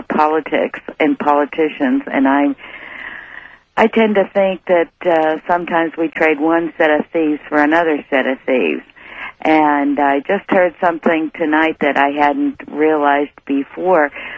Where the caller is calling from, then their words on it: Boise, Idaho, United States; from Boise, Idaho.